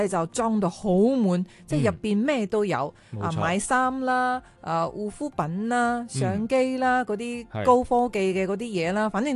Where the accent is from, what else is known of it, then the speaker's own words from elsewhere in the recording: China; 其实讲真啦，我一个中国人都冇去过义乌。